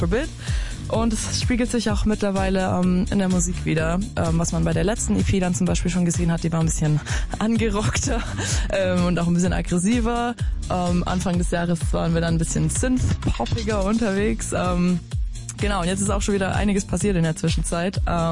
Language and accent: German; Baden-Württemberg, Germany; accent: Swabian; also born or lived in London; weil ich tatsächlich Schwabe bin. Also gebürtig komme ich aus der Nähe von Stuttgart und bis vor, keine Ahnung, 4 oder 5 Jahren habe ich nicht mal Hochdeutsch sprechen können.